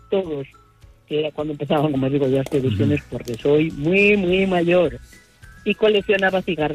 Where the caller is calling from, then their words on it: Benavente, Castile and León, Spain; Y yo también soy de allí, aunque vivo en Zamora.